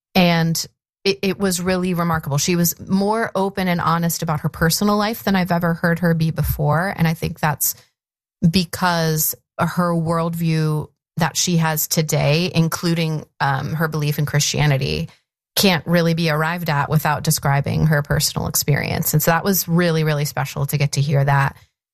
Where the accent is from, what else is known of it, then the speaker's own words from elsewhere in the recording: Ohio, United States; But today we're going to talk about Ohio, because there was a man who was a surgeon here in Ohi